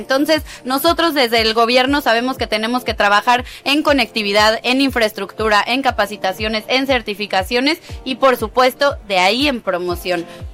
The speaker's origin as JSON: {"language": "Spanish", "region": "Puebla", "country": "Mexico", "said": "la gastronomía poblana, somos la cocina de México"}